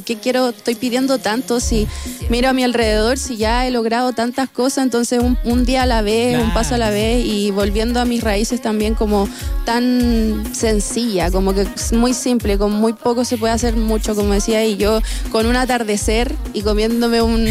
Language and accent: Spanish; Curicó, Maule, Chile; me gusta que la gente vea de dónde yo vengo, que me crié en el campo, soy de Los Niches, Curicó